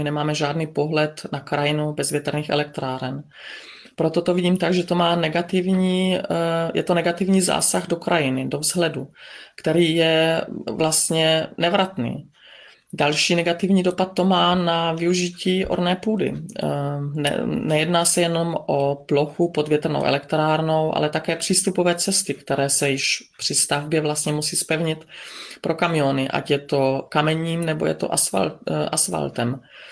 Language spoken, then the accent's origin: Czech; Bystřice pod Hostýnem, Zlín Region, Czechia; now in Dittelsheim-Heßloch, Germany; a pocházím z Bystřice pod Hostýnem. Aktuálně bydlím v Německu v obci Dittelsheim Heslo.